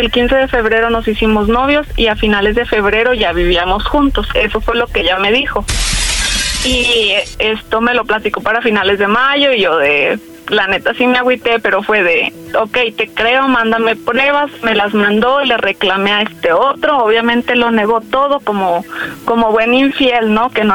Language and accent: Spanish; Tonalá, Jalisco, Mexico